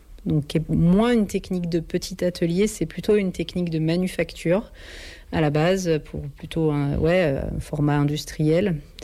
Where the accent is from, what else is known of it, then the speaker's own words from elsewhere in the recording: Reims, Grand Est, France; moi, je suis originaire de Reims.